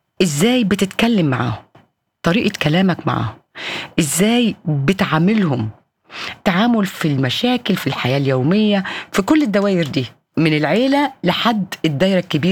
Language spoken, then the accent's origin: Arabic; Egypt; الفرق الوحيد إن لما الشمس بتنزل عندنا في مصر بيبقى في زي نسمة هواء رطبة